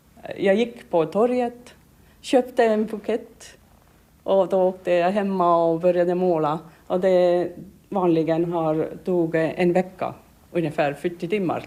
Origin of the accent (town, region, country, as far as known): Tallinn, Harju County, Estonia; Swedish is a second language